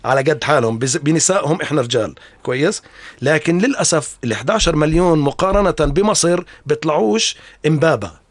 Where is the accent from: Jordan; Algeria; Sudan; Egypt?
Jordan; moved away as an adult; also born or lived in United Arab Emirates; في أسماء عظيمة عندنا بالأردن